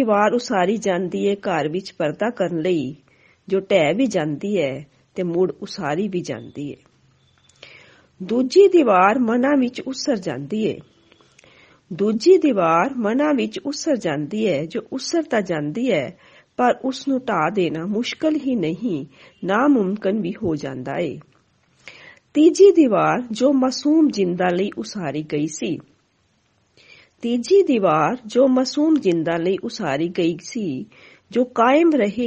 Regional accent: Patiala, Punjab, India; ਸਾਰਿਆਂ ਨੂੰ ਮੇਰੀ ਪਿਆਰ ਭਰੀ ਸਤਿ ਸ੍ਰੀ ਅਕਾਲ। ਮੈਂ ਪਟਿਆਲਾ ਤੋਂ

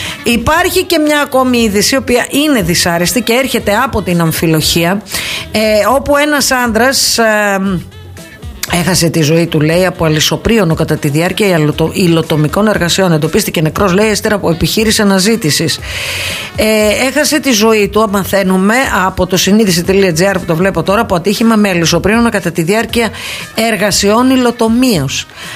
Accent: Greece

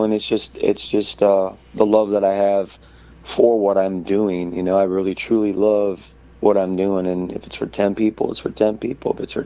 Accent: Michigan, United States; moved away as an adult; also born or lived in Texas / North Carolina; now in New Orleans, United States; Started off in Michigan. That's where I was born and raised, and spent a lot of my time, and then just moved around a little bit in Texas, a little bit in North Carolina

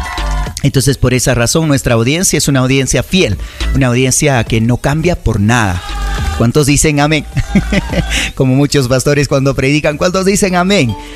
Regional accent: Sierra Centro-Sur, Peru; Todo lo que somos parte de la Sierra Centro-Sur es una tierra muy hermosa, muy bendecida

